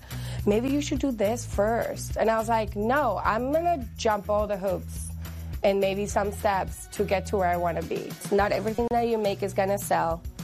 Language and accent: English; Lima, Peru; moved away as an adult; I'm from Lima, which is the capital, and I grew up in a neighborhood called Miraflores